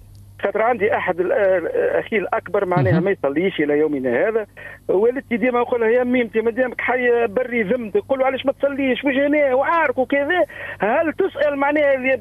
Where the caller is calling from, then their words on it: Tunisia; أهلا وسهلا،